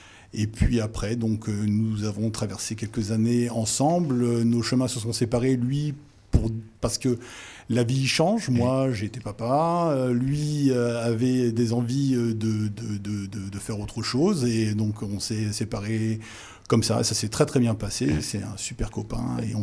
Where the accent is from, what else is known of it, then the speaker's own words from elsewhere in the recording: Marcilly-en-Villette, Centre-Val de Loire, France; born there; moved away as an adult; also born or lived in La Rochelle; Alors, je suis à l'origine de Marcilly-en-Villette.